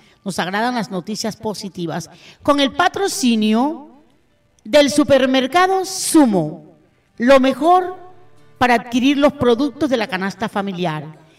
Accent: La Guajira, Colombia

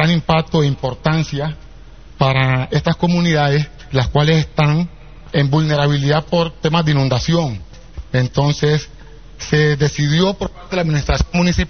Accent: Andagoya, Chocó, Colombia; born there; los que nacimos en Andagoya

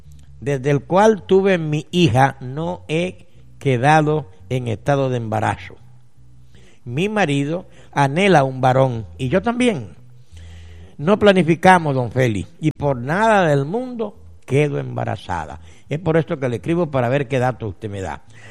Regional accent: Guapi, Cauca, Colombia; me volví para la costa, o sea, para Guapi, de donde soy, y volví y me enfermé.

